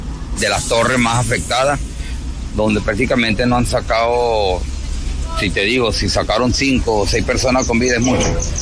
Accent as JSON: {"language": "Spanish", "town": "San Rafael de Onoto", "region": "Portuguesa", "country": "Venezuela", "said": "yo vengo de San Rafael de Onoto, estado Portuguesa"}